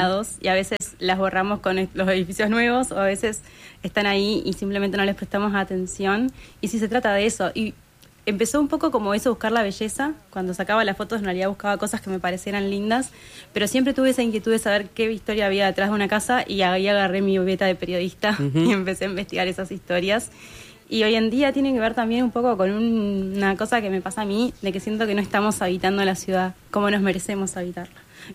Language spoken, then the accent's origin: Spanish; Melo, Cerro Largo, Uruguay; moved away as an adult; now in Montevideo, Uruguay; Yo vengo de Melo, allá al norte, de una ciudad que amo profundamente, en la que viviría si hubiese más oportunidades. Y sí creo que influenció mucho el hecho de que yo de niña venía a visitar a mi abuela, que vivía en el Buceo, donde vivo yo hoy en día.